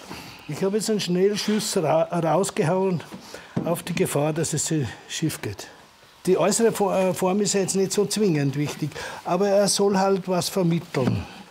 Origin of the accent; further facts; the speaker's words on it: Nebelberg, Upper Austria, Austria; Das ist eigentlich mein Heimatort. Das heißt, wir haben ja in Österreich, das war ja eine kleine Gemeinde Nebelberg